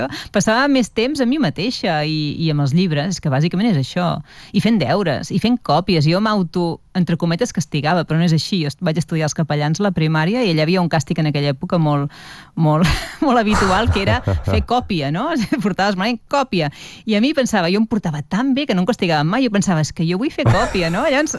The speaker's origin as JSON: {"language": "Catalan", "town": "Vilafranca del Penedès", "region": "Catalonia", "country": "Spain", "tie": "born or raised there", "also_born_or_lived": "Barcelona", "said": "Vam marxar de Barcelona per feina, suposo, per feina del meu pare. Sí, sí, vam anar a parar a Vilafranca"}